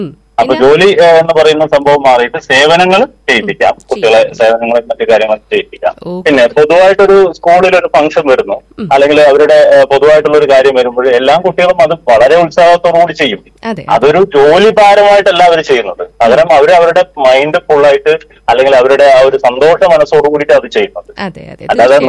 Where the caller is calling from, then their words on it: Chittur, Kerala, India; Pulpully, Chittur.